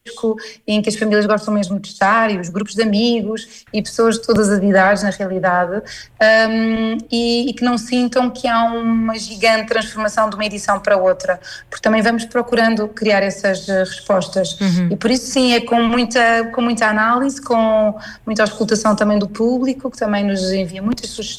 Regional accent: Mafra, Lisbon, Portugal; now in São Pedro do Sul, Portugal; eu própria não sou daqui, sou de Mafra, portanto eu já mudei para cá há muitos anos

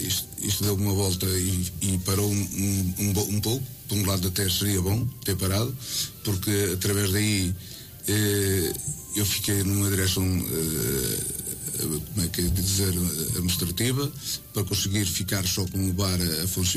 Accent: Portugal; Nasci e continuo em Pereira.

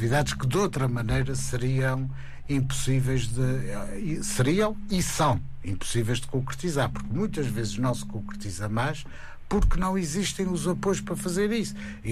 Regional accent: Santa Maria, Azores, Portugal; nós marienses que vivemos cá

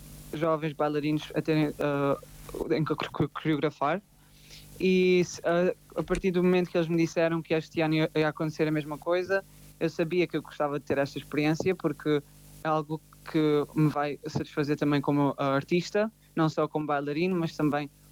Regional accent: Barreiro, Lisbon, Portugal; also born or lived in Leiria; now in Estonia; Eu sou do Barreiro, na verdade, mas vivi em Leiria durante 7 anos.

